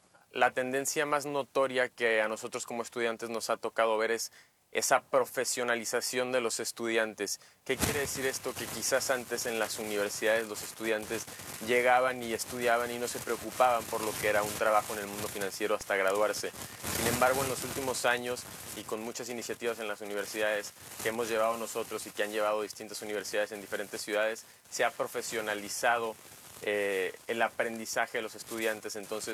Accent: Guadalajara, Jalisco, Mexico; Sí, bueno, yo soy de Guadalajara, estudio en el Tecnológico de Monterrey

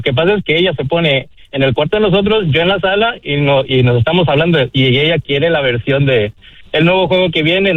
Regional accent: Guatemala; now in Los Angeles, United States; De Guatemala, soy originario de Guatemala y radico en Los Ángeles, California.

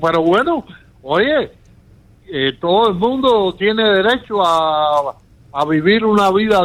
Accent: United States; born there; Spanish is a second language; also born or lived in Cuba; Porque yo hablo bien el español, pero yo soy gringo de nacimiento.

